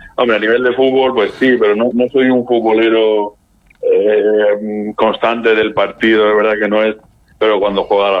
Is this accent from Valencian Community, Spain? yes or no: yes; Elda, Valencian Community, Spain; Todos los que pues somos de Elda, Santa Ana es algo muy principal